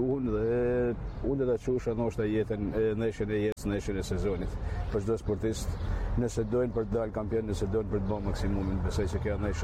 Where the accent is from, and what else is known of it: Shkodër County, Albania